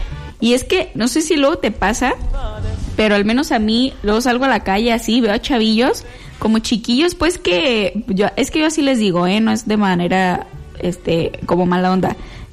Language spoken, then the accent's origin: Spanish; Mexico; ¿qué es lo que comemos como mexicanos? Comemos, porque yo también me incluyo